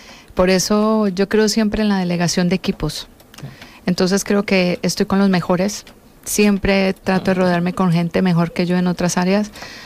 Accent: Pereira, Risaralda, Colombia; now in Balearic Islands, Spain; Pereira, que es mi ciudad

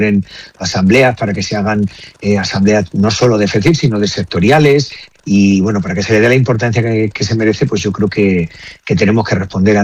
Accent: Santa Cruz de Mudela, Castilla-La Mancha, Spain; born there; aquellos que hemos nacido en pueblos y ciudades muy ligadas a la Renfe, como somos los de Santa Cruz de Modela y los de Alcázar

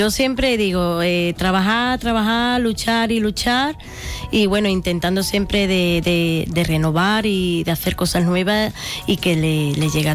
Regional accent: Almonte, Andalusia, Spain; Mi pueblo siempre conmigo, por bandera. La verdad es que me siento muy afortunada y muy agradecida por la acogida de la gente del pueblo.

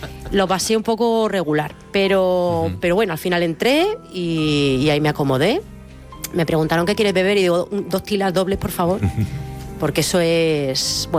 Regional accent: Bilbao, Basque Country, Spain; pero yo soy de Bilbao, no podía reculear, ¿sabes?

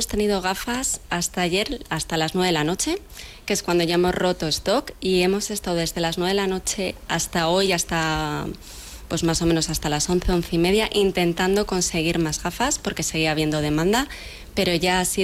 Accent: Spain; somos españoles

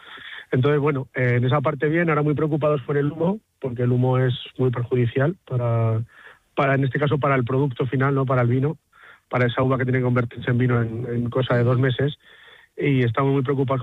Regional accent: Madrid, Community of Madrid, Spain; born there; Mi padre nació en el pueblo y yo soy de esa generación de hijos del éxodo rural, que nací en Madrid y que hace casi ya 10 años decidí volver junto a mi mujer

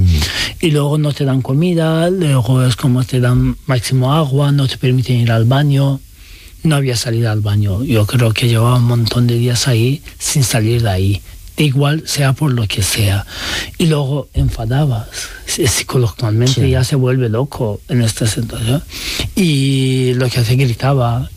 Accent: Turkey; Spanish is a second language; now in Spain; Y especialmente cuando eres inmigrante y LGBT, da igual que seas también turco, porque digo, soy turco y podía pasar más sí.

